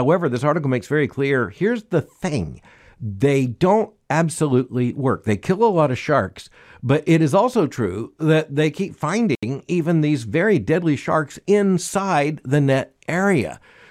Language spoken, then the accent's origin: English; Florida, United States; I grew up in Florida.